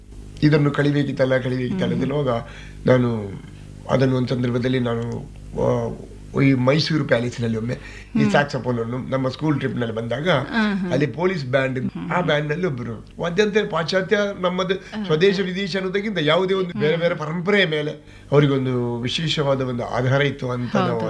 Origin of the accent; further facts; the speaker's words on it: Karnataka, India; ಮೂಲತಃ ನಾನು ಬಾಣೆ ಮಂಗಳೂರಿನ ಹತ್ತಿರ ಬಂಟ್ವಾಳ ತಾಲೂಕಿನಲ್ಲಿ ಗ್ರಾಮ ಅಲ್ಲಿ ಯಾವುದೇ ಸೌಕರ್ಯಗಳಿಲ್ಲ. ನಡ್ಕೊಂಡು ಹೋಗ್ಬೇಕು ಪೇಟೆಯಿಂದ 5-6 kilometers ನಡ್ಕೊಂಡು ಹೋಗಿದ್ದು.